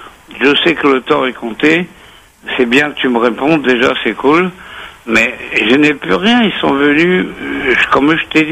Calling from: Réunion, France; Il y a 15 ans, je suis à la Réunion.

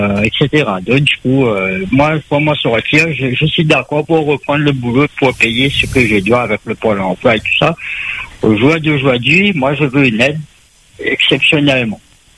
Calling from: Réunion; en tant que Français, en tant que Réunionnais

